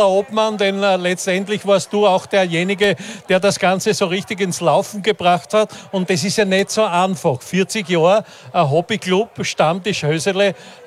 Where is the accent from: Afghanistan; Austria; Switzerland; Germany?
Austria; Styria; Das sind wir Steirer, wir halten lang durch.